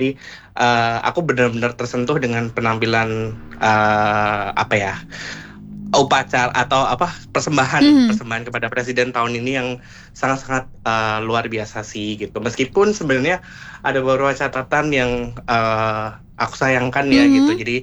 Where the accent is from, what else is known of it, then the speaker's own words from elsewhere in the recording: Java, Indonesia; kebetulan karena aku orang Jawa, dan aku suka banget pakai beskap karena terlihat elegan.